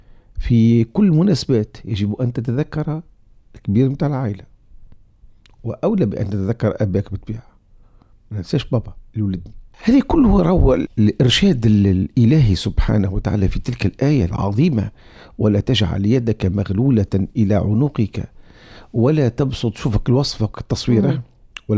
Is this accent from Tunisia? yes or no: yes; Tunisia; احنا عندنا في تونس هنا في بلادنا